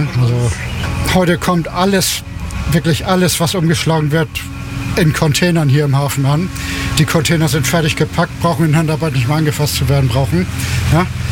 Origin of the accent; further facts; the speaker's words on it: Hamburg, Germany; also born or lived in Bad Oldesloe; Also geboren bin ich mal in Oldesloe, aber ich wohne in Hamburg, seit ich 5 Jahre alt war.